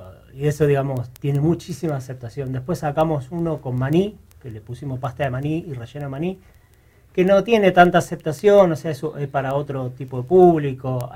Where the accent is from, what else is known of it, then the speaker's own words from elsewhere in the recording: Rosario, Santa Fe, Argentina; moved away; Somos rosarinos nosotros.